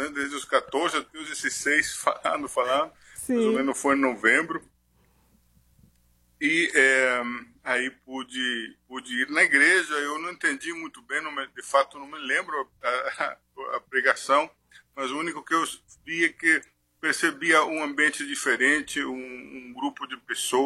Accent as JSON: {"language": "Portuguese", "town": "Resistencia", "region": "Chaco", "country": "Argentina", "tie": "born or raised there", "said": "Nasci na Argentina no ano de 1970 e vivi todo esse tempo no norte, numa cidade que se chama Resistência, a capital de um estado do norte, nordeste da Argentina, né?"}